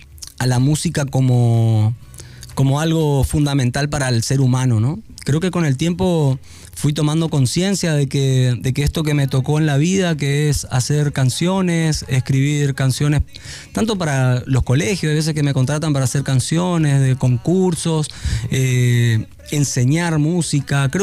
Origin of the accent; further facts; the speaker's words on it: Formosa, Argentina; born there; yo nací en Formosa